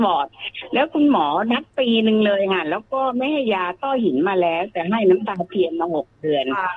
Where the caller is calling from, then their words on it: Phra Nakhon Si Ayutthaya, Thailand; 75อยู่อำเภอพระนครศรีอยุธยาจังหวัดอยุธยานะคะ